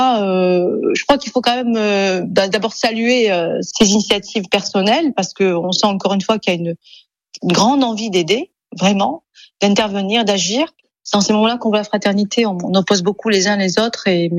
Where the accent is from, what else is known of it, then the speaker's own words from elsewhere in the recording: Algeria; je suis aussi franco-algérienne, voilà, je suis algérienne aussi, donc c'est normal que ça me touche aussi.